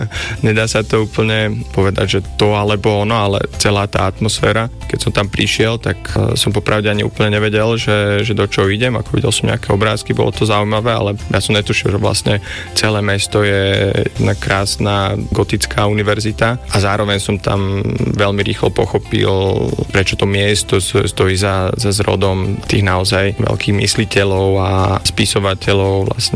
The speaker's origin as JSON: {"language": "Slovak", "town": "Bratislava", "region": "Bratislava Region", "country": "Slovakia", "tie": "born there", "also_born_or_lived": "Vienna, Austria / Brno, Czech Republic / Prague, Czech Republic / Oxford, United Kingdom", "said": "Narodil som sa v Bratislave. Na strednú školu som chodil prvé 2 roky do Viedne, ale potom do Bratislavy na gymnázium Matky Alexie. A potom som vlastne išiel študovať do Česka."}